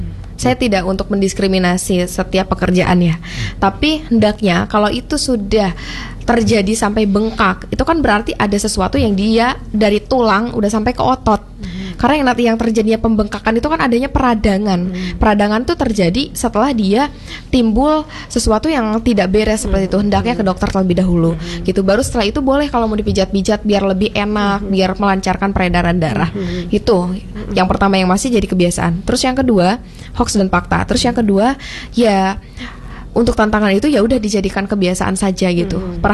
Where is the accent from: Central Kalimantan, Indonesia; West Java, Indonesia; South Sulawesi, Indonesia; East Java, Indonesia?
West Java, Indonesia; Saya dari Jawa Barat, di mana sih yang dalam orang Sunda seperti itu.